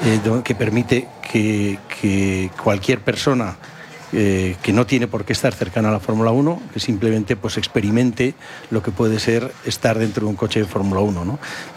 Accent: San Sebastián, Basque Country, Spain; now in Madrid, Spain; Yo soy de San Sebastián.

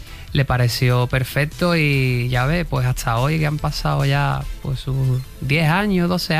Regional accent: Cádiz, Andalusia, Spain; Y como somos de Cádiz, pues desde ahí como que nos fuimos formando en las mismas clases de canto

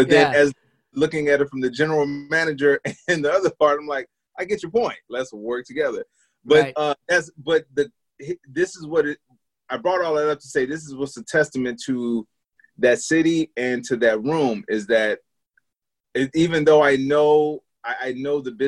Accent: Chicago, Illinois, United States; because it wasn't like this when I was growing up in Chicago

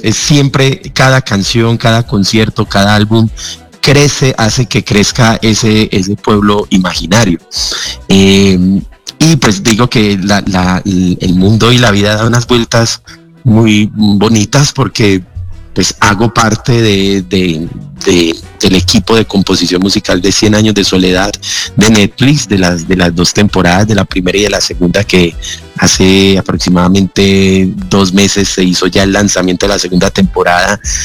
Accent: Colombia; definitivamente hay que darle el valor en nosotros mismos como colombianos.

